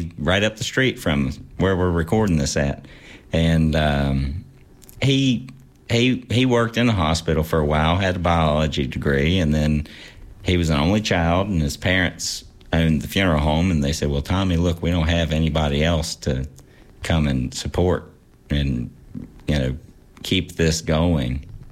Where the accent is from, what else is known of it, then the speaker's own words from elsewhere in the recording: Clifton Forge, Virginia, United States; Growing up in Clifton Forge was, I'll say now, great, because I grew up on a farm.